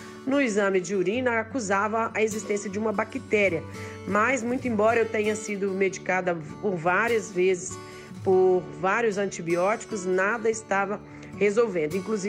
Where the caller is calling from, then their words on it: Belo Horizonte, Minas Gerais, Brazil; falo de Belo Horizonte